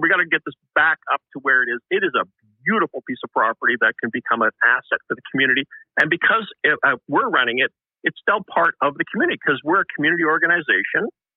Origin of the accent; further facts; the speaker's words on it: Winnipeg, Manitoba, Canada; Yeah, you know, I'm a lifelong Winnipegger. I grew up in the West End